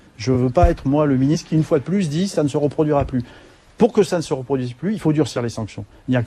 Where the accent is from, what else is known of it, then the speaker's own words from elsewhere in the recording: Bourges, Centre-Val de Loire, France; on cite le fait que je suis originaire de ce département, oui c'est vrai, je suis né à Bourges, j'y ai toutes mes attaches.